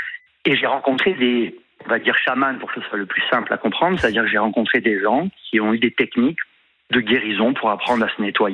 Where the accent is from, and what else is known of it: Aix-en-Provence, Provence-Alpes-Côte d'Azur, France